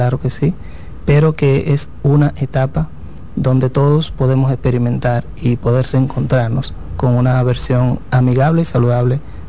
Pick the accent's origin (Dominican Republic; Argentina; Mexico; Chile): Dominican Republic; nosotros como dominicanos